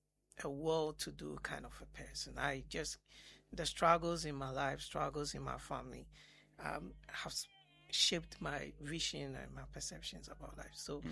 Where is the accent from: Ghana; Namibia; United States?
Ghana; Sekondi, Western Region; born there; I was born in Sekendi, not from, let's say, well-to-do family.